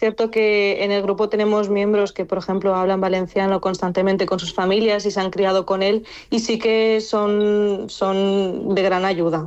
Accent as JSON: {"language": "Spanish", "town": "Lovech", "region": "Lovech Province", "country": "Bulgaria", "second_language": "Spanish", "moved": "as an adult", "lives_now": "Spain", "said": "Yo de una ciudad pequeñita que se llama Lovech."}